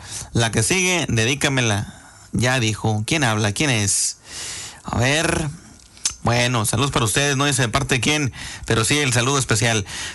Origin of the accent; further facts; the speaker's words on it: Padilla, Tamaulipas, Mexico; moved away; Oiga, la verdad, pues yo soy orgulloso del municipio de donde soy yo, ¿verdad? De Padilla. Me siento orgulloso de ser de allá.